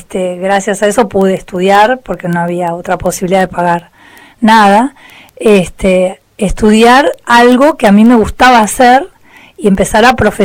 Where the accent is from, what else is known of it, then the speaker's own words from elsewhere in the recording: Ranelagh, Buenos Aires Province, Argentina; moved away as an adult; now in Patagonia, Argentina; yo nací en Capital Federal y me crié en el conurbano bonaerense, en la zona sur, en la localidad de Ranelac, partido de Berazategui.